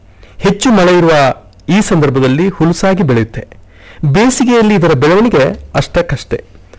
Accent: Kodagu, Karnataka, India

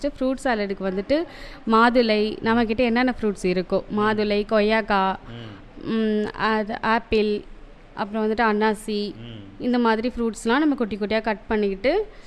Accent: Tiruvarur district, Tamil Nadu, India; என்னோடய சொந்த ஊர் பார்த்திங்கன்னா திருவாரூர் மாவட்டம் மானந்தக்குடி.

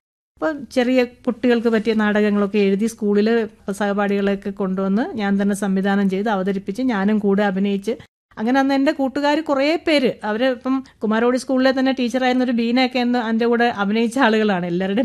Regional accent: Pallana, Kerala, India; ഞങ്ങളുടെ നാട്ടിൽ ഈ പല്ലന പാനൂർ ഭാഗത്ത് ആദ്യമായിട്ട് സൈക്കിൾ ചവിട്ടുന്ന ഒരു പെണ്ണ് ഞാനാണ്.

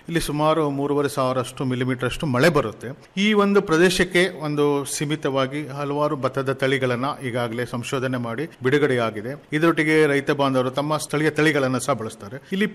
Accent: Dakshina Kannada district, Karnataka, India; ಇದೊಂದು ನಮ್ಮ ದಕ್ಷಿಣ ಕನ್ನಡ ಜಿಲ್ಲೆಯ ಸಂಸ್ಕೃತಿ ಮತ್ತು ಪರಂಪರೆಯ ಒಂದು ಭಾಗ ಅಂತ ನಾವು ಹೇಳ್ಬೋದು.

